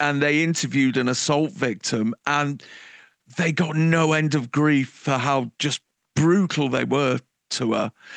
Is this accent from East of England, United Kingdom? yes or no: no; Nottingham, East Midlands, United Kingdom; A lot of them in my hometown in Nottingham